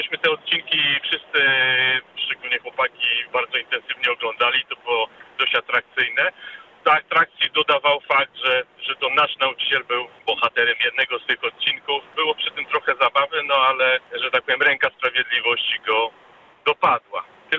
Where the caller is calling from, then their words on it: Warsaw, Masovian Voivodeship, Poland; dzwonię z Warszawy.